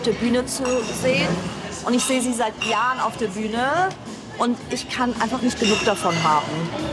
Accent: Berlin, Germany; Ich bin in Kreuzberg aufgewachsen und wir sind 5 Geschwister.

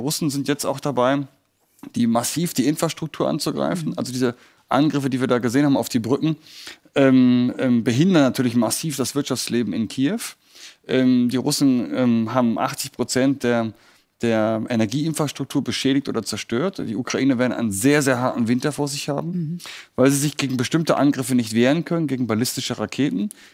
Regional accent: Germany; wir können nur als Deutsche unsere Hausaufgaben machen.

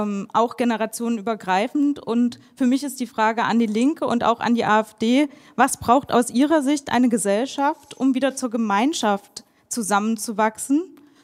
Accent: Wernigerode, Saxony-Anhalt, Germany; Ich bin auch aus Wernigerode, auch Lehrerin.

